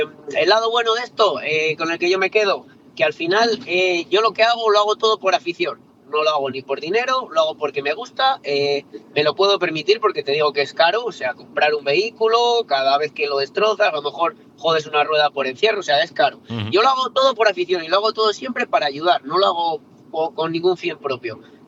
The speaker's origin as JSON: {"language": "Spanish", "region": "Castile and León", "country": "Spain", "moved": "yes", "lives_now": "Valladolid, Spain", "said": "yo soy de pueblo, vivo en Valladolid por trabajo"}